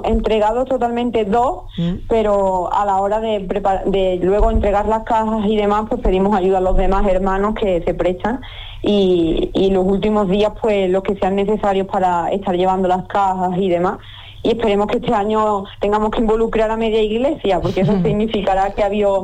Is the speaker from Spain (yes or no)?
yes; Arcos de la Frontera, Andalusia, Spain; me presento, diga que … de Arco de la Frontera